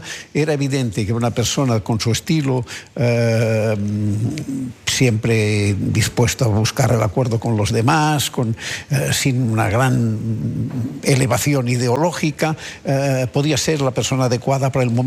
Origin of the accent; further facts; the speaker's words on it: Catalonia, Spain; Bueno, un poco difícil porque yo soy ciudadano de España, pero catalán, que es distinto, pero bueno.